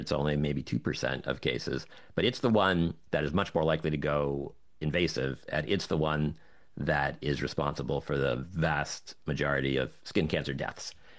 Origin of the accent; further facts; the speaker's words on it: Florida, United States; Like, I grew up in Florida in the 80s, and 90s.